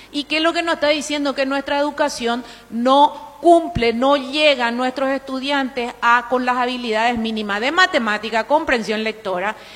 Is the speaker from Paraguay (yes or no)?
yes; Paraguay; ¿Qué es lo que nosotros nos damos cuenta con esto como paraguayos?